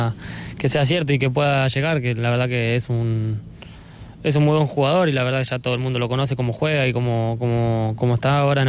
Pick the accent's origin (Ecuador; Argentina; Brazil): Argentina; me cargan porque somos argentinos y nosotros lo defendemos a muerte